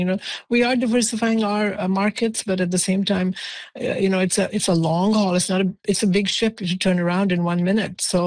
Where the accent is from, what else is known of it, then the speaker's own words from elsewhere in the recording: Canada; uniting us as Canadians, looking for an identity beyond being not American.